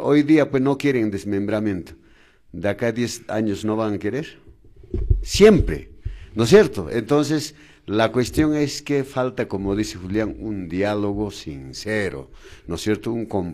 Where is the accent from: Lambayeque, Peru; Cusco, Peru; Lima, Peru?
Cusco, Peru; Chumbivilcas